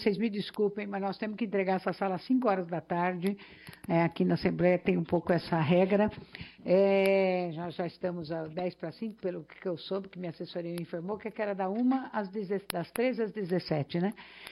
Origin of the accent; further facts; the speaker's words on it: Catanduva, São Paulo, Brazil; now in São Paulo, Brazil; Eu não sou de São Paulo, eu trabalho aqui, vivo uma parte da minha vida aqui e uma parte do interior, no interior. Eu sou de Catanduva